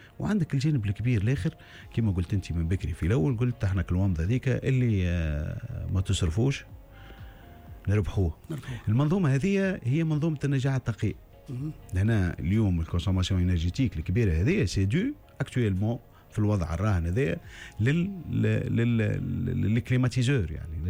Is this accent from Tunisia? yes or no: yes; Tunisia